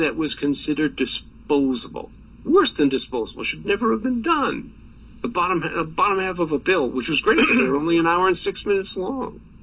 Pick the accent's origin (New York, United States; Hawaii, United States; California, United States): New York, United States; Long Island; I grew up on Long Island